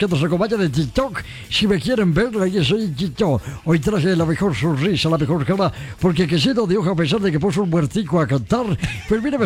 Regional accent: Anzá, Antioquia, Colombia; Yo soy del municipio de Alzaga

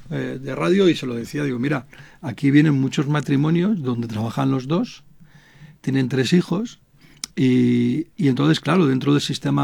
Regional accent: Madrid, Community of Madrid, Spain; La gente que somos de Madrid, no se nos puede olvidar la calle Fúcar, en la calle Huertas

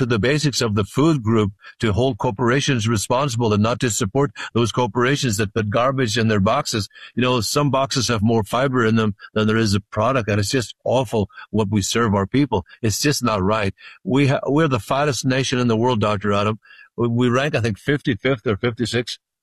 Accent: Ireland; now in California, United States; People talk a good talk out here in California, because I come from Ireland. We say in Ireland, he's full of blarney

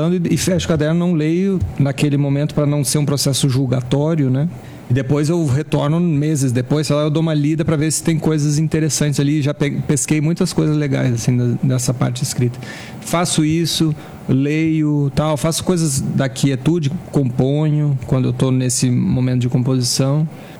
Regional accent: Rio Grande do Sul, Brazil; accent: gaúcho; moved away; also born or lived in Brasília / Rio de Janeiro; Eu sinto que o gaúchês está em mim mais predominantemente do que qualquer coisa, né? Por conta de eu ter sido criado lá, minha família toda lá, né?

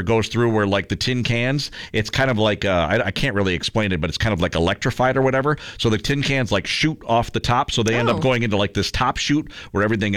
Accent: Midwest, United States; we're all from the Midwest, so who doesn't have a bag of bags at their house right now?

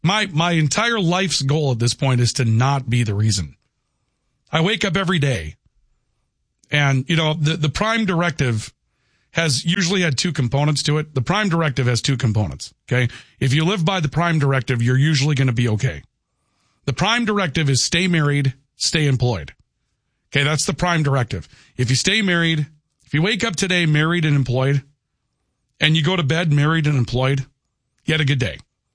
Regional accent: Valley City, North Dakota, United States; in my hometown of Valley City

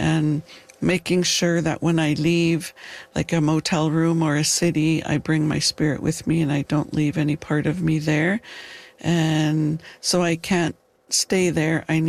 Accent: British Columbia, Canada; I lived with my grandmother in Khatlam or Dog Creek until I was 10.

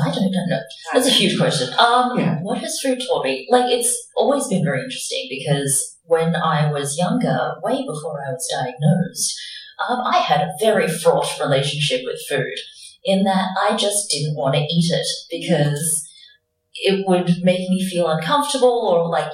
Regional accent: Australia; also born or lived in Hong Kong; growing up as, you know, a child of immigrants in Australia, in the far suburban town of nowhere

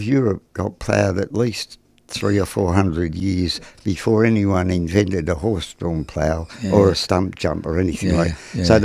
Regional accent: Mount Barker, South Australia, Australia; born there; When I was born in Mount Barker Hospital in South Australia.

